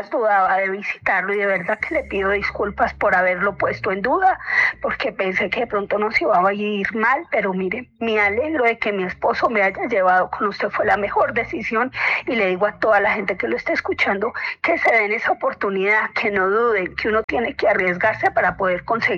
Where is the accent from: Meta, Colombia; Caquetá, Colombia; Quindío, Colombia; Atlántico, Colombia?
Caquetá, Colombia; Florencia; moved away; Bueno, pues yo le comentaba, yo no soy de acá, yo soy de Florencia, Caquetá. Llevo 12 años viviendo acá.